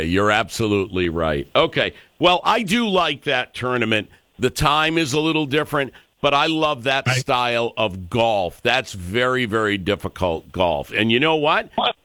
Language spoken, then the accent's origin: English; Ireland; Well, I know that as an Irishman.